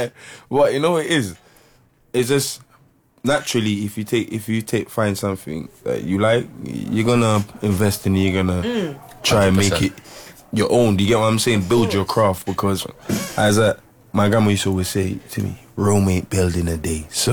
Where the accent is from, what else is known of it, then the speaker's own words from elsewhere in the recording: London, United Kingdom; I'm from Cricklewood, London.